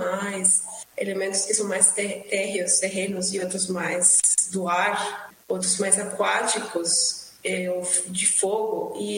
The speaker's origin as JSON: {"language": "Portuguese", "country": "Colombia", "second_language": "Portuguese", "moved": "yes", "lives_now": "Brazil", "said": "Eu sou colombiana e estou morando no Brasil há um tempo e buscando, mesmo com meu sotaque, que não é possível de fugir dele"}